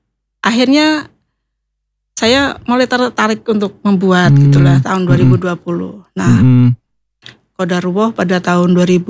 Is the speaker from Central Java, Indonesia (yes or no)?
yes; Pemalang, Central Java, Indonesia; moved away as an adult; now in Serang, Purbalingga, Indonesia; Saya asli dari Pemalang.